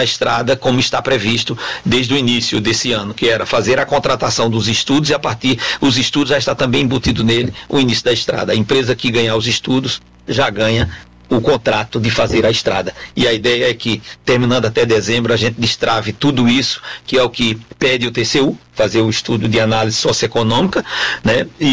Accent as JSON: {"language": "Portuguese", "town": "Bom Conselho", "region": "Pernambuco", "country": "Brazil", "said": "Eu sou pernambucano. Eu sou lá de Bom Conselho."}